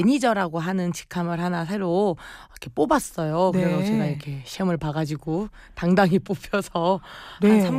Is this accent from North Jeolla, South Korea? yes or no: yes; Jeonju, North Jeolla, South Korea